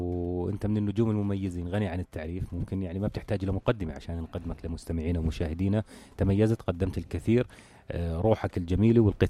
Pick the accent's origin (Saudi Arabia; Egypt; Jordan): Jordan